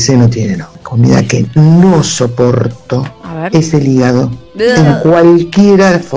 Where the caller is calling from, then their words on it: Buenos Aires, Argentina; soy del barrio de Palermo.